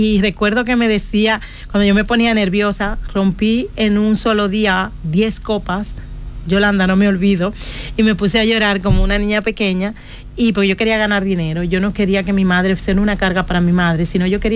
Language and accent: Spanish; Dominican Republic; moved away as an adult; now in Spain; ya no soy esa chiquita jovencita que llegó a España con tantas ilusiones. Sigo con las mismas ilusiones de luchar por los míos, por mi tierra, por la mujer dominicana